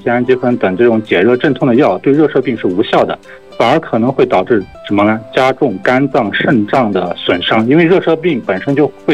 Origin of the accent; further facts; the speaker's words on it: Xinjiang, China; 像新疆咱们新疆这段时间这个高温呢